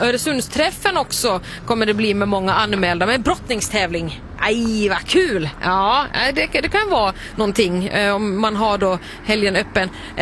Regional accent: Finland; accent: Finland Swedish; now in Sweden; som man säger hemma i Finland.

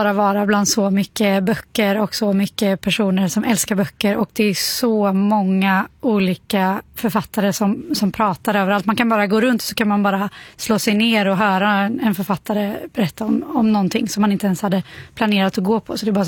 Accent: Gothenburg, Västra Götaland County, Sweden; I min hemstad.

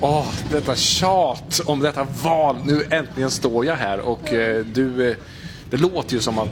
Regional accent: Munkfors, Värmland, Sweden; Jag kommer från Munkfors i Värmland och där, ja, där röstar man.

